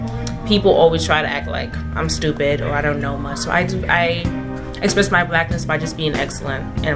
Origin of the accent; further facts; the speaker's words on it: Jamaica; now in United States; Well, me being Jamaican American and also being indigenous and also practicing a lot of like the Yoruba traditions in Jamaica